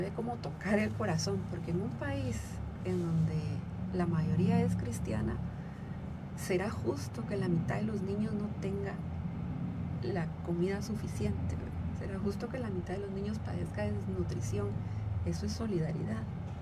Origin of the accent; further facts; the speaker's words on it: Guatemala; Yo soy cristiana, pero antes de cristiana soy guatemalteca, ¿verdad? Vivo en una comunidad.